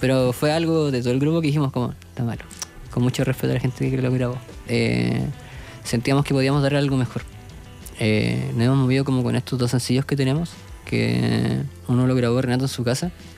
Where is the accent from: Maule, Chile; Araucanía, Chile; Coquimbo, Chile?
Coquimbo, Chile; Andacollo; also born or lived in La Serena; nosotros como que tuvimos que salir de Andacollo primero a llegar a La Serena, y después eso me apareció en La Serena, y después intentar como ver en otro lugar. No es como que nacimos en Santiago y...